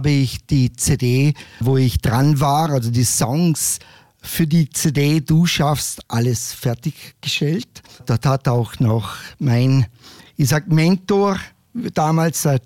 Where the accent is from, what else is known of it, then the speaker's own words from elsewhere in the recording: Vorarlberg, Austria; Ja, es ist halt, wie gesagt, ich komme ja auch aus Vorarlberg, wie gesagt.